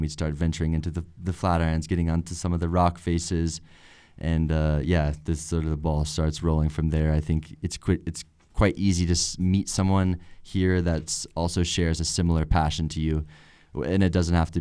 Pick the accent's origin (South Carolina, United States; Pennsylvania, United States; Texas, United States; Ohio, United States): Texas, United States; moved away; growing up in Texas